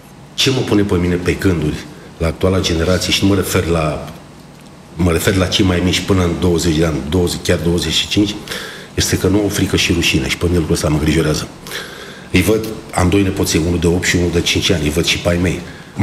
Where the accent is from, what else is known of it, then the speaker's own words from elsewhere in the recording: Bucharest, Romania; born there; În 1977, noi ne-am mutat din Vatra Luminoasă, tata a luat trei camere, drumul Taberei, foarte aproape lângă Drumețul, pe compozitorilor, foarte aproape de stadionul Ghecea.